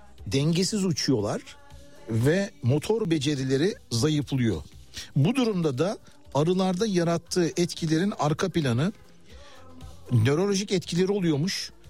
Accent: Malatya, Turkey; Köye de ben mesela gittim de, ben Malatyalıyım, yıllar evvel küçüklüğümde Malatya'ya gittiğim zaman

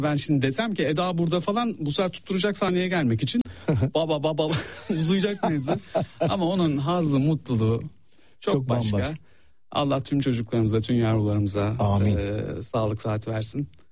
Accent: Istanbul, Turkey; born there; İstanbul, Üsküdar doğumluyum ben. Babam annem orada doğmuşlar, büyümüşler, sonra belli yaşlarda gelmişler büyük şehirlere.

